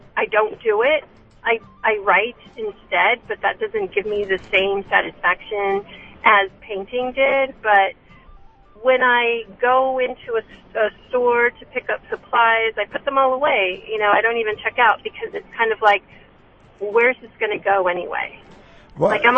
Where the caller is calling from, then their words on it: Del Rio, Texas, United States; Del Rio, Texas.